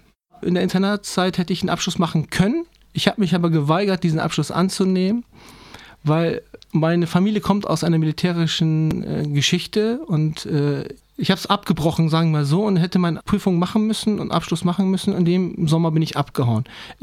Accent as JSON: {"language": "German", "country": "Turkey", "second_language": "German", "moved": "yes", "lives_now": "Germany", "said": "Türkischen Pass habe ich immer noch, habe ich immer noch nicht abgegeben, weil ich, ist meine Heimat. Hier bin ich zu Hause, aber meine Heimat ist da."}